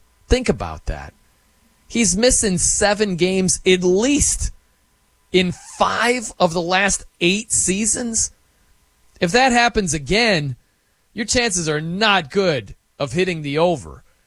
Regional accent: South Bend, Indiana, United States; It's actually a running joke, because I grew up in South Bend, Indiana. I listened to a lot of Chicago sports radio when I was growing up.

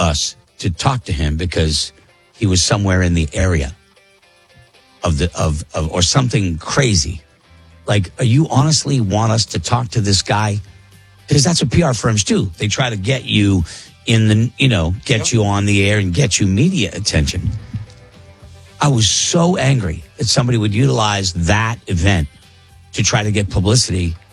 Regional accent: New Hampshire, United States; we're from New Hampshire.

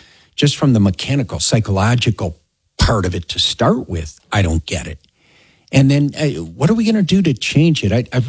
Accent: Chicago, Illinois, United States; moved away as an adult; now in Colorado, United States; I came here from Chicago. You know, I grew up in Chicago. My dad was a cop.

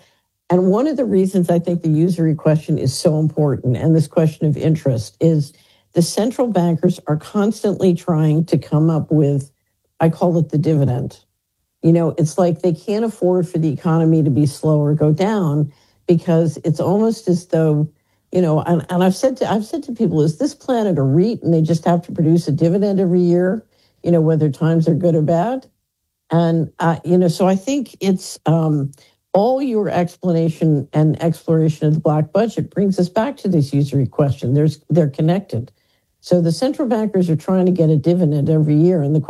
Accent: Philadelphia, Pennsylvania, United States; I grew up in West Philadelphia.

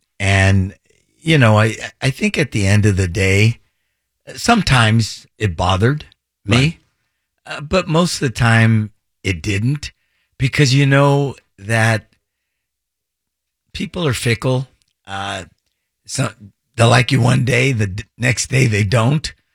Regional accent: Los Angeles, California, United States; I grew up in Boyle Heights and City Terrace, the East Side.

